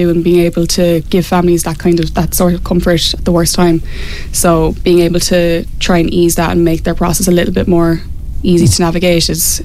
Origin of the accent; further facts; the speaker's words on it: Cork, Munster, Ireland; moved away as an adult; now in Wicklow, Ireland; I'm originally from Cork